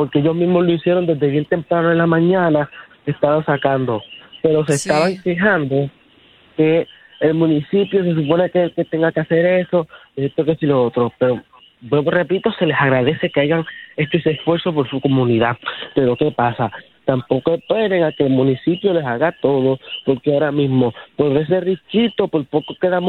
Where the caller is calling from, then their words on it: Yabucoa, Puerto Rico; La gente aquí del mismo barrio Guayabota.